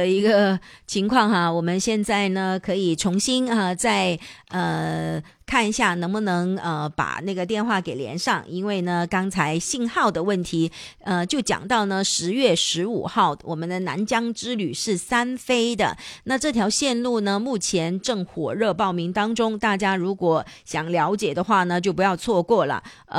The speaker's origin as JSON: {"language": "Chinese", "region": "Guangdong", "country": "China", "said": "我们广东人特别是东莞的朋友呢"}